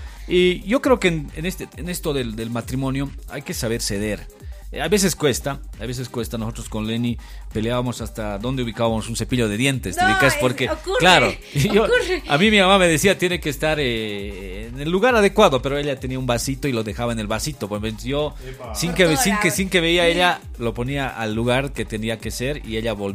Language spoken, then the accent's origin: Spanish; Quime, La Paz, Bolivia; moved away; Yo soy de Quime, un pueblito acá en el departamento de La Paz.